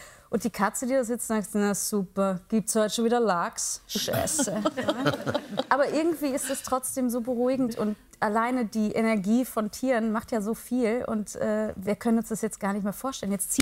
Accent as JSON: {"language": "German", "town": "Heinsberg", "region": "North Rhine-Westphalia", "country": "Germany"}